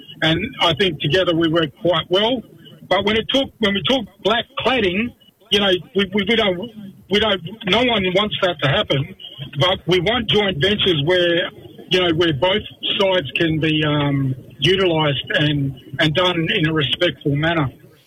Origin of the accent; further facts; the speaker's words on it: Perth, Western Australia, Australia; Yeah, I'm a Noongar from Perth. We're from the southwest.